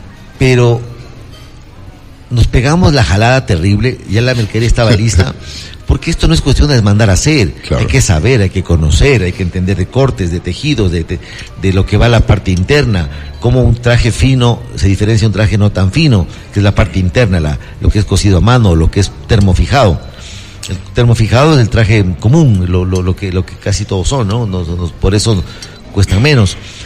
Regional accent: Ecuador; now in Miami, United States; Porque sabía que era ecuatoriano.

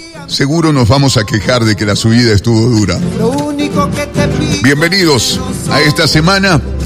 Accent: Ecuador; Soy ecuatoriano y para tu mala suerte, soy de un país donde nos pueden quitar puntos.

